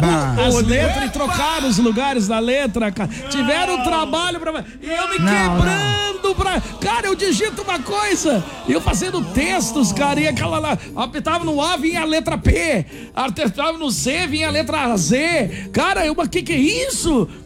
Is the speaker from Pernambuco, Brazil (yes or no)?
no; Rio de Janeiro, Brazil; Eu que sou carioca, sei disso, tu não sabe